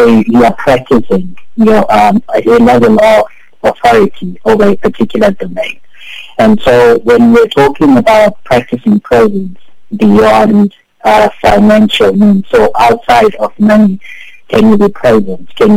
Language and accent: English; George, Western Cape, South Africa; moved away as an adult; now in Pretoria, South Africa; I actually grew up in George. I was born in the Cape, just close to Kaapstad, and I grew up in George. And I went to high school and varsity in George, and then I left George, moved to Cape Town, from Cape Town, moved to Pretoria. So I'm a Georgian.